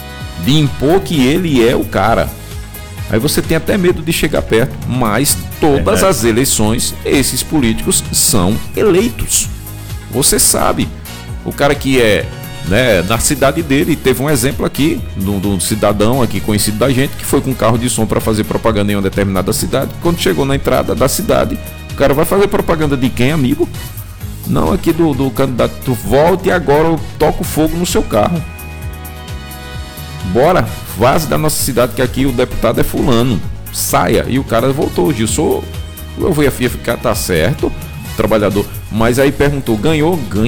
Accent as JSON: {"language": "Portuguese", "country": "Brazil"}